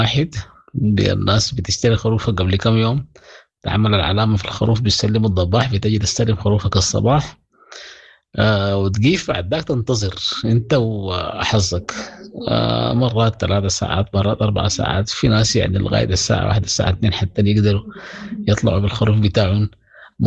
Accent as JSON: {"language": "Arabic", "country": "Sudan", "lives_now": "Kigali, Rwanda", "said": "النظام طبعا مختلف عندنا في السودان، احنا هناك الشغل مجهودات فردية والناس بتطبخ براها وفي البيوت وكده"}